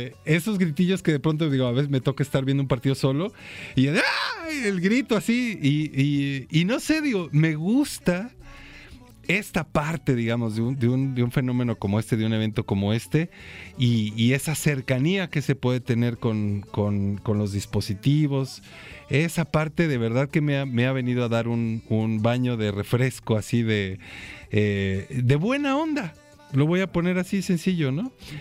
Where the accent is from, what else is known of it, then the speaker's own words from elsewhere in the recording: Mexico; cómo somos los mexicanos.